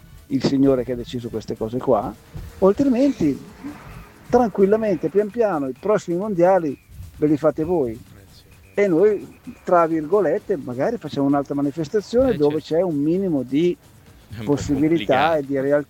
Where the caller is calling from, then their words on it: Milan, Lombardy, Italy; da Milano